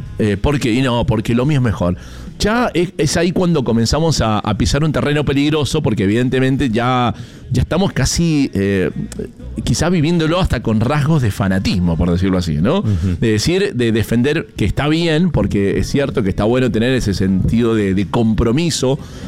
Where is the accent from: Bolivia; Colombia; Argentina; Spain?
Argentina; como comúnmente le decimos aquí en Argentina